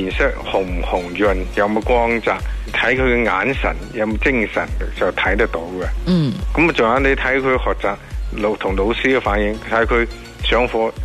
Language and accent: Cantonese; China; 嗱，我哋中国人要讲文字咧，好准确，就精气神。